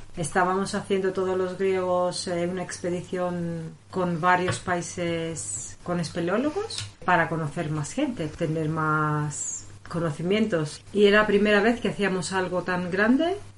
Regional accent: Crete, Greece; Spanish is a second language; moved away as an adult; now in Patones, Spain; Yo soy de Grecia, de una isla súper bonita que se llama Creta.

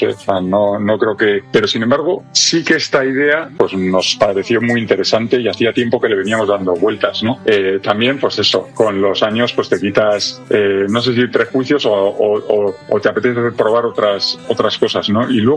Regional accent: Bilbao, Basque Country, Spain; now in Madrid, Spain; yo soy de Bilbao y soy del 78, con lo cual conocí aquello, pero no en primera persona especialmente. Yo soy con una familia de clase media

